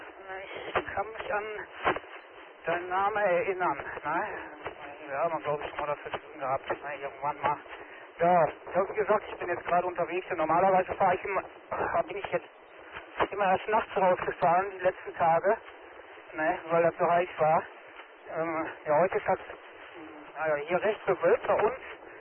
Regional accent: Essen, North Rhine-Westphalia, Germany; ich komme aus der Ecke. Ja, ist Essen.

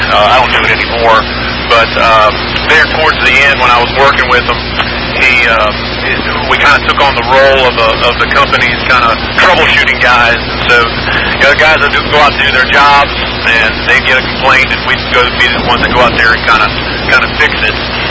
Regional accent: Virginia Beach, Virginia, United States; moved away as an adult; also born or lived in Raleigh-Durham, North Carolina; now in Pickens, United States; we moved here from the Raleigh-Durham area in North Carolina, which is ridiculous with traffic. And originally from Virginia Beach, which is ridiculous in traffic.

